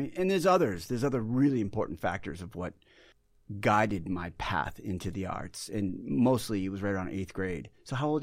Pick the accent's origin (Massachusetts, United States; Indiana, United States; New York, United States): Massachusetts, United States; which is only 40 minutes from where I grew up in Massachusetts.